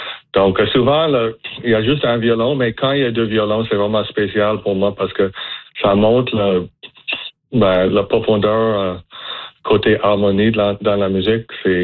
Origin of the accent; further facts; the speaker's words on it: Quebec, Canada; French is a second language; Donc, oui, on est des Anglo-Québécois. Mais comme beaucoup d'Anglais, au Québec, on parle français aussi.